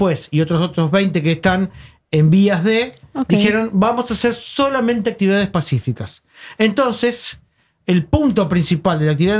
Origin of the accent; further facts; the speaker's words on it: Argentina; Allá vengo de Argentina, que estamos en invierno.